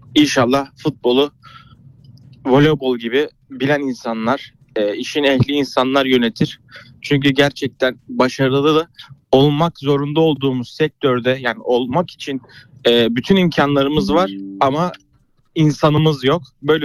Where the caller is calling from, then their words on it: Istanbul, Turkey; İstanbul'dan arıyorum.